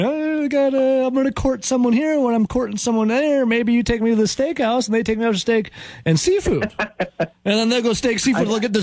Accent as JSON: {"language": "English", "region": "Wisconsin", "country": "United States", "said": "Like, I'm from Southwest Wisconsin."}